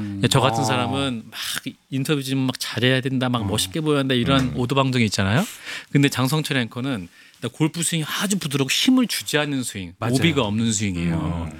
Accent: North Chungcheong, South Korea; 예, 예. 제 고향 충북.

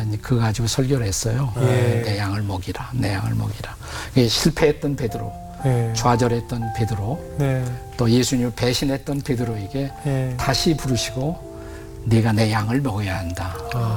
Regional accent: South Korea; moved away as an adult; 저는 한국에서 온 학생이고 영어가 부족했지만

